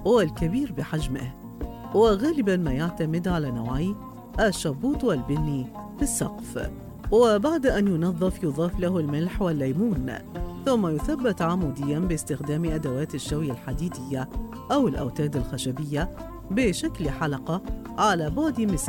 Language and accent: Arabic; Iraq; عندنا في العراق